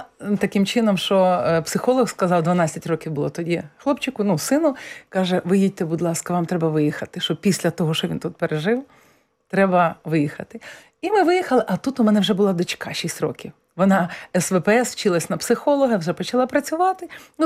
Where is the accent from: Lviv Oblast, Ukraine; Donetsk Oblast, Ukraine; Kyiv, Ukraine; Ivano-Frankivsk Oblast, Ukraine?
Kyiv, Ukraine; moved away as an adult; now in Poland; Я з Києва